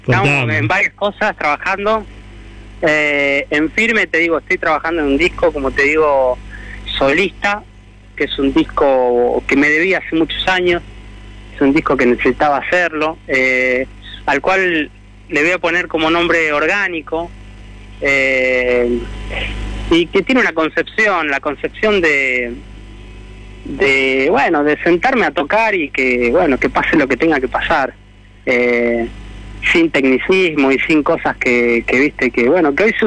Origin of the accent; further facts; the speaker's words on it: Correa, Santa Fe, Argentina; moved away as an adult; also born or lived in Rosario / Buenos Aires; empecé de chico en Correa